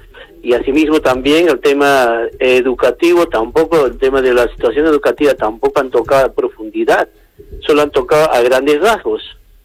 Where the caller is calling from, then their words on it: Tipán, Arequipa, Peru; Saludar siempre desde el paraíso natural de Tipán.